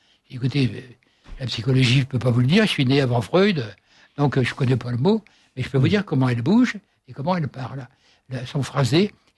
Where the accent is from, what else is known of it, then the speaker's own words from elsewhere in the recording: Nouvelle-Aquitaine, France; il y avait cette réplique qu'on dit chez moi dans le Poitou, on pleure pas la bouche pleine